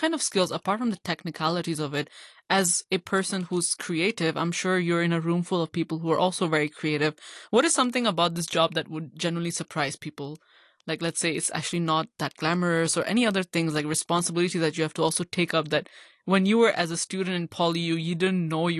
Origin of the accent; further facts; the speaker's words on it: Pakistan; now in Hong Kong; as a Pakistani woman myself, or even an ethnically diverse person, a South Asian woman in Hong Kong